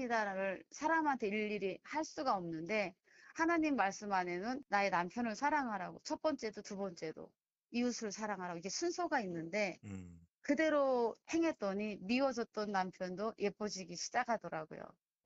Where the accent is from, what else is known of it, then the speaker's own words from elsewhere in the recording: Sariwon, North Hwanghae, North Korea; also born or lived in Gangjin, South Jeolla; now in Bucheon, South Korea; 아, 저는 이제 고향이 황해도 사리원이거든요.